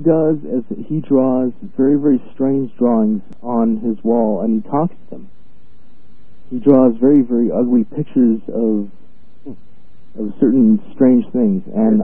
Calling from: El Paso, Texas, United States; I'm calling from El Paso, Texas.

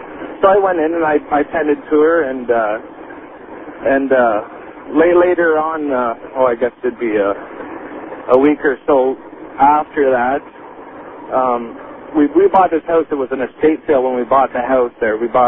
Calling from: Kingston, Ontario, Canada; I'm calling you from Kingston, Ontario, Canada.

